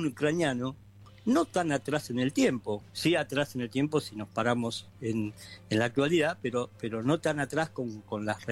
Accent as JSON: {"language": "Spanish", "town": "Monte Grande", "region": "Buenos Aires Province", "country": "Argentina", "tie": "born or raised there", "said": "mis dos o tres cuadras de niño en Montegrande"}